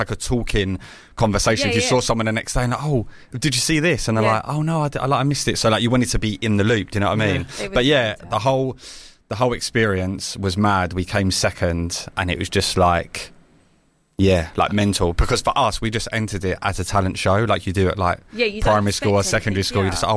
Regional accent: Thamesmead, London, United Kingdom; So I grew up in Thamesmead.

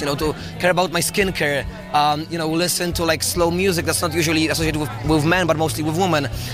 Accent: Poland; now in London, United Kingdom; I'm from Poland, I'm 19, I'm a student in London at UCL right now

